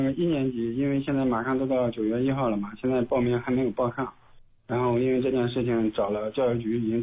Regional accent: rural Pei County, Jiangsu, China; 我是在沛县，然后我老家是沛县乡下农村的。我是在沛县租房，然后想让小孩在沛县上学。

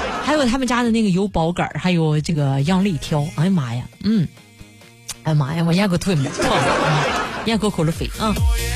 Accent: Xuzhou, Jiangsu, China; 我们徐州人对吧，吃烧烤那都是自己动手的是吧。

